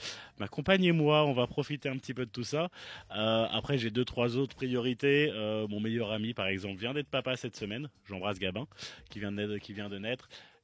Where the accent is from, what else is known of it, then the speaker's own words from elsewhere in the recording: Nantes, Pays de la Loire, France; Je rentre chez moi à Nantes dans l'Ouest.